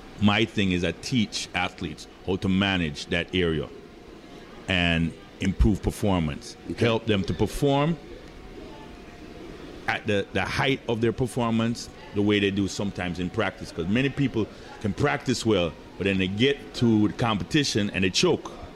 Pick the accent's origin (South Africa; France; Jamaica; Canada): Jamaica; now in United States; I came from Jamaica, went to University of Houston, pledged fraternity.